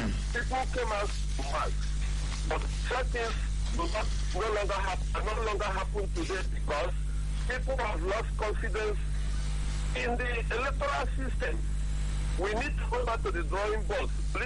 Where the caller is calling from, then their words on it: Owerri, Imo, Nigeria; I'm from Owerri, in Imo State.